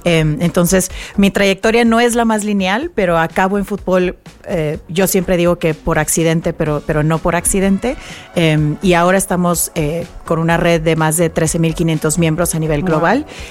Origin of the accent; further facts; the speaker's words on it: Mexico; moved away as an adult; now in United States; soy mexicana, crecí en México, aunque ahora me toca trabajar en Estados Unidos.